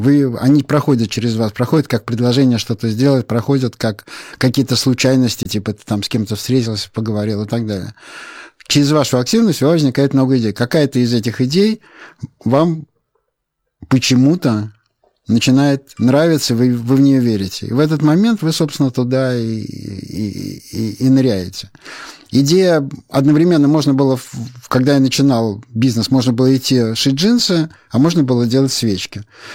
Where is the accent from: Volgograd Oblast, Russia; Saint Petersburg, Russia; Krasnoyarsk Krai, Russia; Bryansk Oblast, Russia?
Saint Petersburg, Russia; now in Moscow, Russia; я как питерский человек